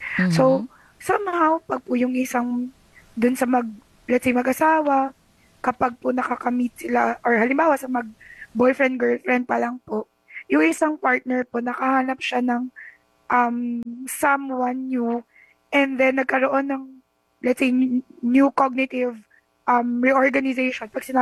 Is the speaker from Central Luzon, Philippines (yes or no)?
no; Batangas, Calabarzon, Philippines; sa amin sa Tagalog, sa Batangas